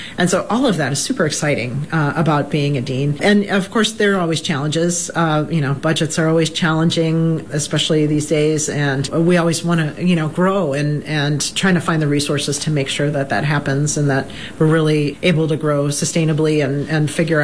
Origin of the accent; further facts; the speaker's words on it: Illinois, United States; One of the things that first struck me when I came to Wisconsin, now I know I'm from Illinois, I hope people don't hold that against me